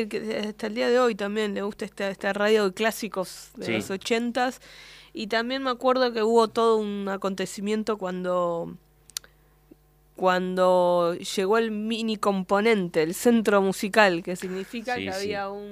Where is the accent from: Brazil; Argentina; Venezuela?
Argentina; yo como ciudadana que soy, como argentina que soy, deseo que mi país también siga estando